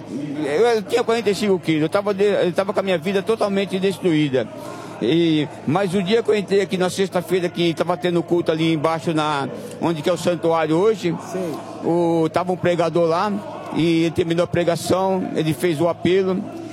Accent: Pernambuco, Brazil; now in São Paulo, Brazil; Eu sou de Pernambuco, né? Mas eu tô aqui em São Paulo já há algum tempo.

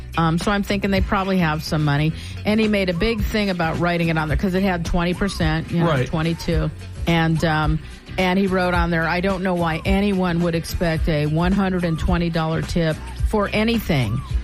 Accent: Reno, Nevada, United States; Maybe it's Reno that's throwing it off. God, that could be. No, I'm not going to say that about my hometown.

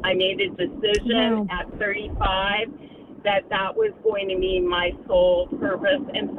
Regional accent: Canada; now in Orange County, United States; We're Canadian

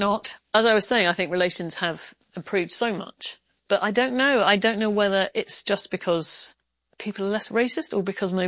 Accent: Northern Ireland, United Kingdom; born there; also born or lived in Wales; Well, I was born in County Derry, and then I moved to Wales, and then I moved to Ireland, and yeah, it's very complicated.

